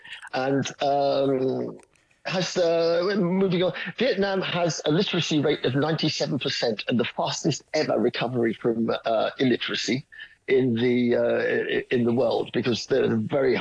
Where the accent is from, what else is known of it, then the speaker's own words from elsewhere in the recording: England, United Kingdom; For us, as the English and the Westerners, it tends to be the potato and bread.